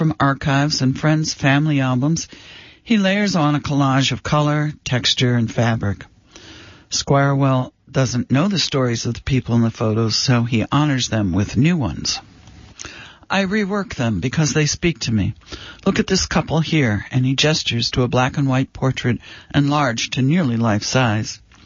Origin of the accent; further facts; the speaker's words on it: Brooklyn, New York, United States; I remember asking the original owner of 610, "I'm a guy from Brooklyn. Am I going to be accepted?"